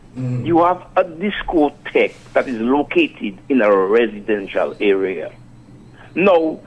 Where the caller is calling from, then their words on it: Guadeloupe; where I'm calling from Guadeloupe